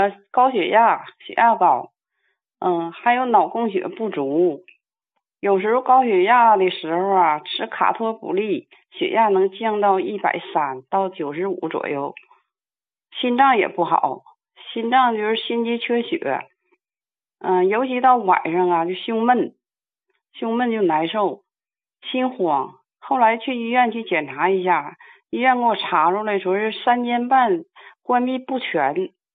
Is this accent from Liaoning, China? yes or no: yes; Chaoyang, Liaoning, China; 王老师，我家是辽宁朝阳的。